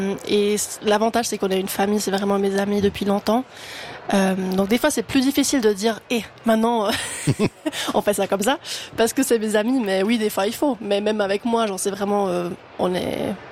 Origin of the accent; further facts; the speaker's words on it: German-speaking Switzerland, Switzerland; Non, mais je suis suisse allemande, mais j'ai toujours chanté en allemand.